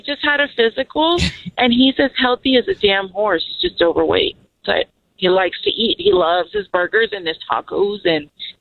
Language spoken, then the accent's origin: English; Guatemala